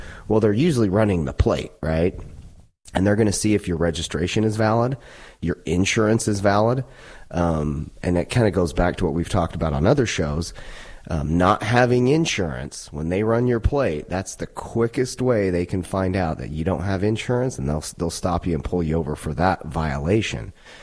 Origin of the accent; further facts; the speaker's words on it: Utah, United States; now in Colorado, United States; growing up in Utah